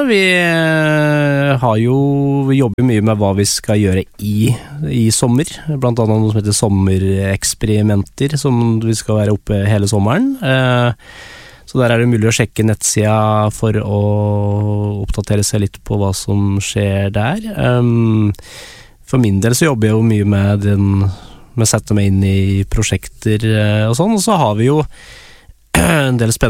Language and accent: Norwegian; Innlandet, Norway; born there; For jeg har I hvert fall vokst opp med at jeg leste I Oppland Arbeiderblad